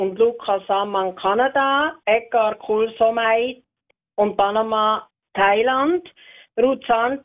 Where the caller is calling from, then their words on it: Gränichen, Aargau, Switzerland; aus Gränichen.